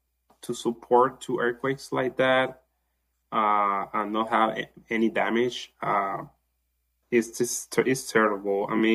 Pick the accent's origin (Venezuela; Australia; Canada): Venezuela; Barquisimeto, Lara; now in Bloomington, United States; I'm from Barquisimeto, which is 5 hours west of Caracas, which is the main city, that the capital, and the city that got impacted the most.